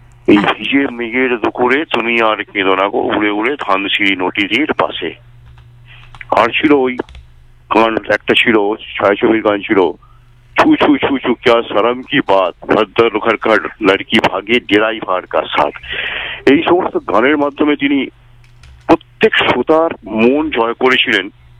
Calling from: Kolkata, West Bengal, India; বেহালা থেকে

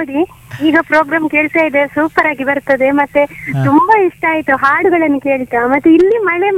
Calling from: Karkala, Karnataka, India; ಕಾರ್ಕಳದಿಂದ.

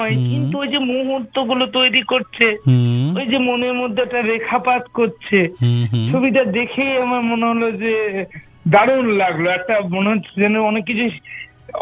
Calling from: Malda, West Bengal, India; মালদা থেকে।

